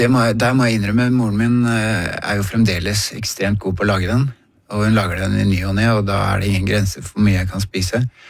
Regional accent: Rælingen, Akershus, Norway; jeg vokste opp i Rælingen

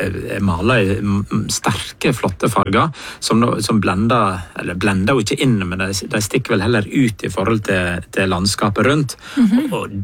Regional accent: Naustdal, Vestland, Norway; jeg kommer fra Naustdal, som ligger ja, 5 mil fra Florø.

